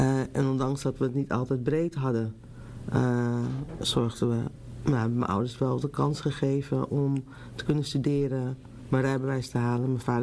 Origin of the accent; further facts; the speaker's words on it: Amsterdam, North Holland, Netherlands; Ik ben geboren getogen in Amsterdam. In West middelbare school gezeten. Ook hier mijn studie gedaan. En Amsterdam heeft wel mijn hart.